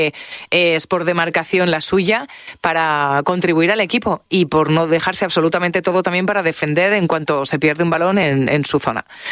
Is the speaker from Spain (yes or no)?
yes; Spain